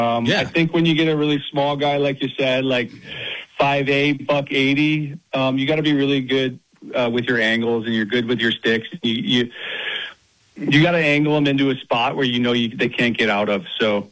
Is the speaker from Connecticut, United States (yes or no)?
no; Detroit, Michigan, United States; we're going to head to Michigan. That's where I'm from. I'm from Detroit.